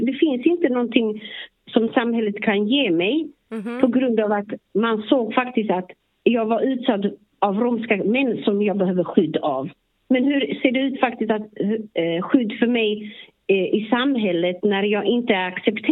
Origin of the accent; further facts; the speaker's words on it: Slovakia; Swedish is a second language; Jag kommer från Slovakien